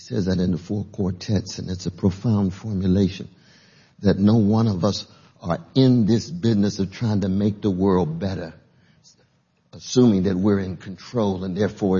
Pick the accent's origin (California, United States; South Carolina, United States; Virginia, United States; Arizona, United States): California, United States; And I grew up in California. We got … so we won't get into a regional battle on this thing.